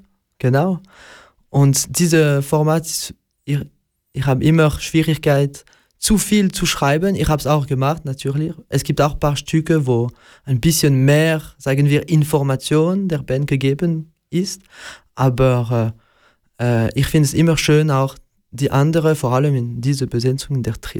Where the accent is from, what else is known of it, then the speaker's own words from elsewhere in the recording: Sicily, Italy; ich bin ja Italiener und war auch aus Sizilien.